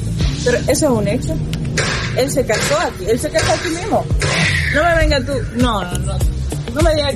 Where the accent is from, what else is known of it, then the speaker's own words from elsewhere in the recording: La Vega, Dominican Republic; En mi pueblo. Tu pueblo. En mi barrio, donde yo crecí.